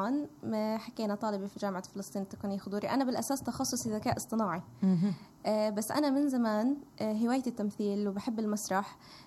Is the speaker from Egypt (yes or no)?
no; Palestine; now in Tulkarm, Palestine; إحنا كفلسطينية وكموجودين في طول كرم